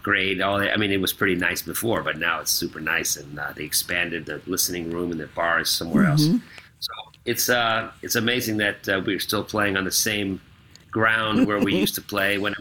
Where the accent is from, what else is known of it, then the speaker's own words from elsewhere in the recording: New York City, New York, United States; He's from the Boston area. Oh, okay. I'm from New York City, but we met up at Eastman School of Music